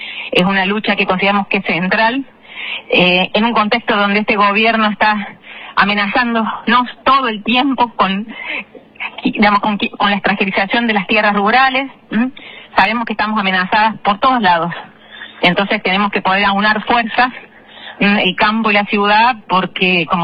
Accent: Argentina

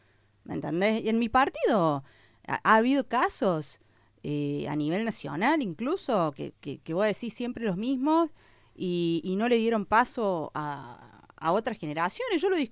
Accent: Capilla del Monte, Córdoba, Argentina; yo sueño con conducir los destinos de mi pueblo

